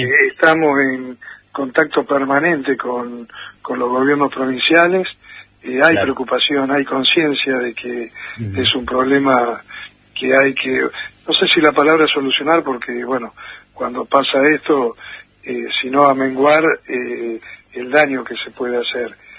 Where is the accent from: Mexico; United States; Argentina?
Argentina